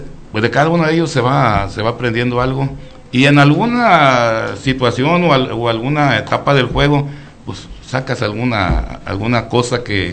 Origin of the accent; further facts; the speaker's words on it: Mexico; yo aunque soy de la Santa Teresita.